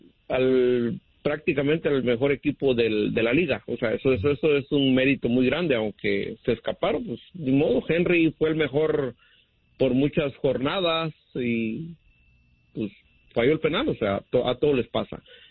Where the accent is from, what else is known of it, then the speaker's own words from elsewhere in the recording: Mexico City, Mexico; la mayoría de los que somos del DF, pues somos morenos